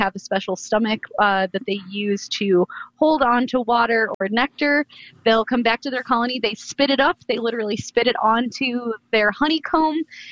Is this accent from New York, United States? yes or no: yes; New York, United States; born or raised there; moved away; also born or lived in Phoenix, Arizona